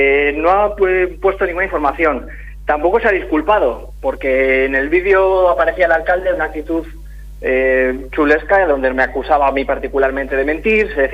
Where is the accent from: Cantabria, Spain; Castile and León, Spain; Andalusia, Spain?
Cantabria, Spain; Torrelavega; ya sabes que no soy de Laredo, soy de Torlavega